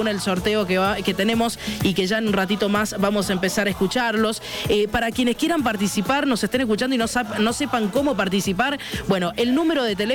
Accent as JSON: {"language": "Spanish", "country": "Argentina"}